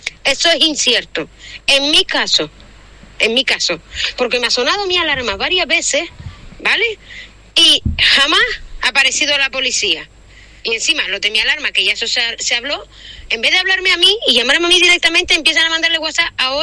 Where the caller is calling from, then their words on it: Valsequillo, Spain; Soy de Valsequillo